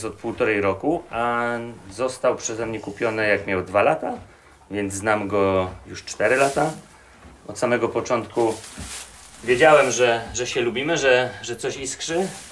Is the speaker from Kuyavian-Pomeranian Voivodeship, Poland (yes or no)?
no; Rybnik, Silesian Voivodeship, Poland; moje nowiny, czyli miejsce, gdzie się wychowywałem w Rybniku